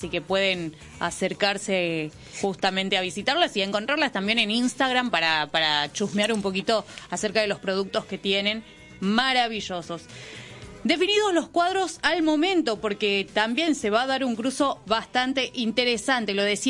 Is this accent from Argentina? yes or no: yes; Argentina; nosotros como argentinos, en esta sí, tenemos la tranquilidad de sabernos clasificados a 16avos